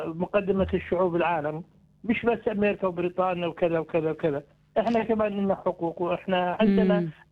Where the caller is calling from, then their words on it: Jordan; أنا كأردني